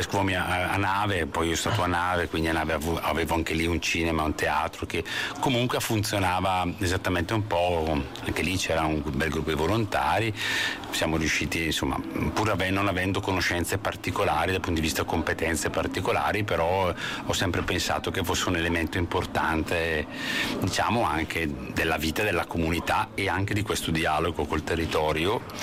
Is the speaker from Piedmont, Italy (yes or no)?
no; Chiari, Lombardy, Italy; io sono di Chiari di origine